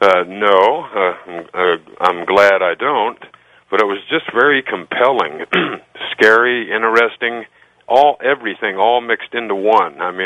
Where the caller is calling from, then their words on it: Lincoln, Nebraska, United States; I'm calling from Lincoln, Nebraska, listening on KFAB.